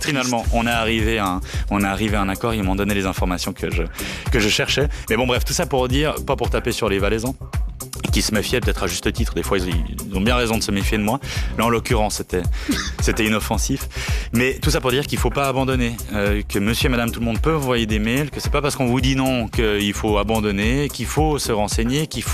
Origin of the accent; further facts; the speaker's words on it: French-speaking Switzerland, Switzerland; chez nous, en Suisse romande